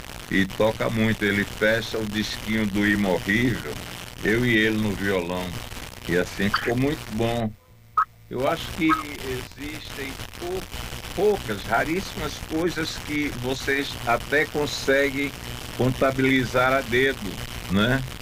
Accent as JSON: {"language": "Portuguese", "region": "Pernambuco", "country": "Brazil", "moved": "yes", "lives_now": "São Paulo, Brazil", "said": "que sou de Pernambuco."}